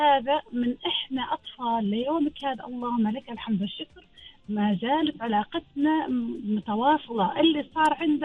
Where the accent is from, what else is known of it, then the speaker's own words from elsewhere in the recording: Muscat, Muscat Governorate, Oman; إحنا ولدنا في مسقط بالنفس. كانت تعرفي منطقة يسموها الصبارة أو الدلالين،